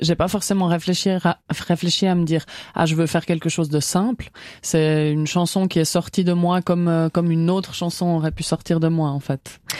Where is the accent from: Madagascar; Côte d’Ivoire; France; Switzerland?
Switzerland; Orbe, Vaud; Je suis exactement de Orbe.